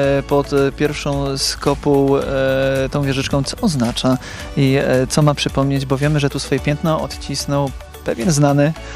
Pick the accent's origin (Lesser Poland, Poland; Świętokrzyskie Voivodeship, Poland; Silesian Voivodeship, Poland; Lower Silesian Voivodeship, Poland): Świętokrzyskie Voivodeship, Poland; Jędrzejów; born or raised there